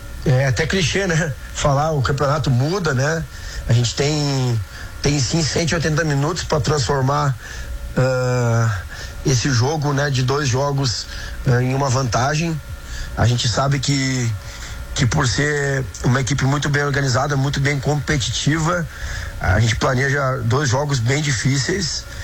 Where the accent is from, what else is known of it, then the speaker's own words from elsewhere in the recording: Caxias do Sul, Rio Grande do Sul, Brazil; eu sou natural de Caxias do Sul